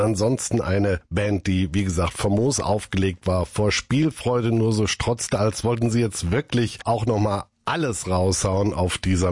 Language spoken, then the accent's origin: German; North Rhine-Westphalia, Germany; Wir sind ja beide aus NRW.